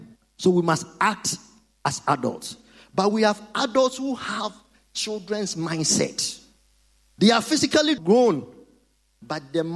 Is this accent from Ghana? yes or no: yes; Ghana; I'm a Ghanaian, a proud one.